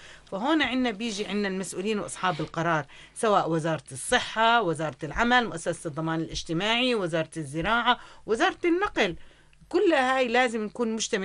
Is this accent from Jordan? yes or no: yes; Jordan; عندنا بالاردن